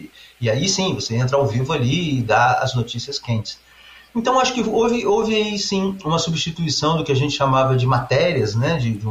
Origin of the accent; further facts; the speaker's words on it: Brazil; e eu como brasileiro também, felizaço da vida